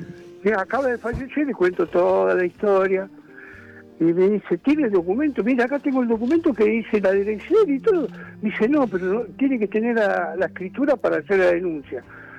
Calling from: La Reja, Buenos Aires Province, Argentina; de la Reja, padre.

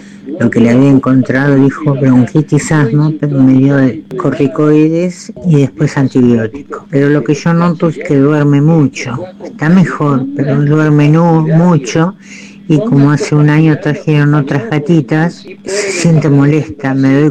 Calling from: Buenos Aires, Argentina; de Palermo.

